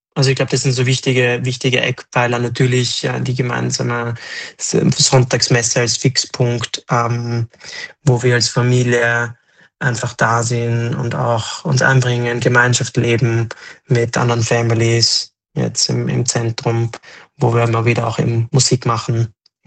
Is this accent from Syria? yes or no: no; Austria; Wir sind beide Österreicher